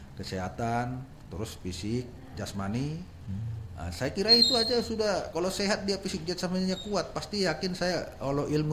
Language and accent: Indonesian; Medan, North Sumatra, Indonesia; now in East Kalimantan, Indonesia; Buktinya saya juga orang Medan